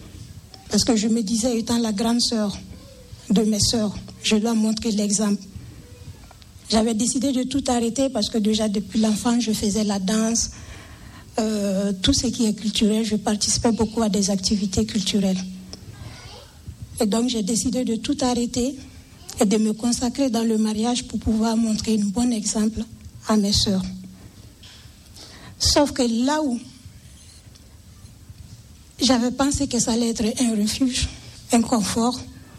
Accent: Burkina Faso; Je viens de Burkina Faso. Je suis musulmane de naissance. Et je viens d'une famille très, très religieuse dans l'islam.

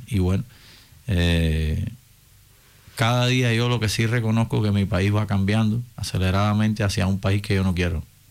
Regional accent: Cuba; Eso es lo que se siente como cubano allí, porque hay mucho cubano pidiendo guerra para Cuba desde afuera.

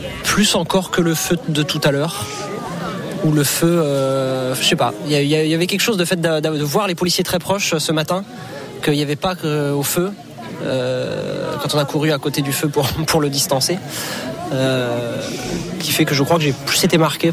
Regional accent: Brest, Brittany, France; Eh bien, moi, je viens de Brest. Je viens de Brest, où je suis en train de travailler là-bas.

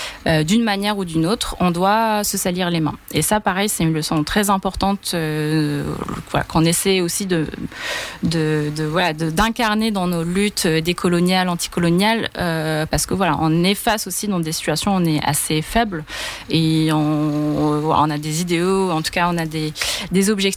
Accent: Algeria; en tant qu'Algérien, on a vraiment grandi avec la lutte du palestinien

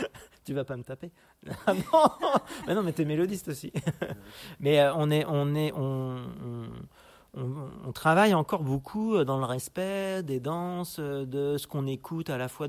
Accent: Poitou, France; moi, je suis un peu dans une zone. Donc, moi, je viens du Poitou aussi, mais du nord. Vraiment du nord du Poitou, à la frontière avec la Bretagne.

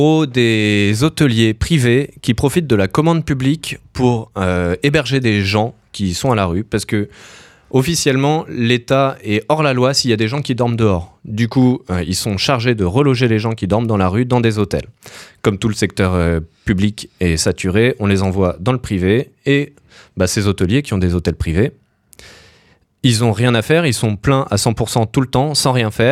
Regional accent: Houilles, Île-de-France, France; je viens de Houille, en banlieue parisienne.

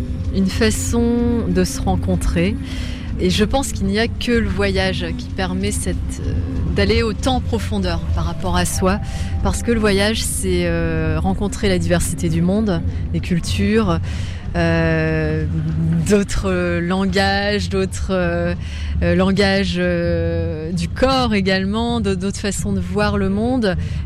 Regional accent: Hauts-de-France, France; born there; Je suis née en Picardie, c'est très exotique.

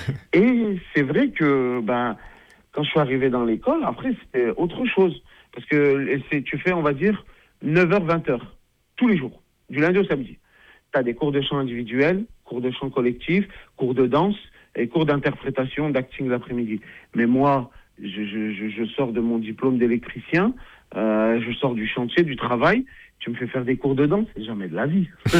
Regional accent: Grenoble, Auvergne-Rhône-Alpes, France; Bah, quand on vient déjà de Grenoble, je prends toute la région, hein, avec Grésivaudan, le Mélan là-bas, Échirolles, Pouquet, tout.

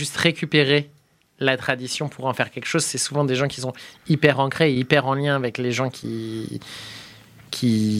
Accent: Rennes, Brittany, France; moved away; Moi, je viens de Rennes

